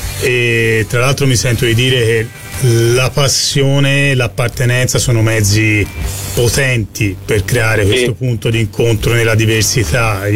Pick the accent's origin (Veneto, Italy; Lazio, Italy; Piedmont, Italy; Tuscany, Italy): Tuscany, Italy; Florence; per anni ho vissuto e vivo, insomma, a Campo di Marte, però essendo nato, insomma, lì è Mercato Centrale dietro Santa Maria Novella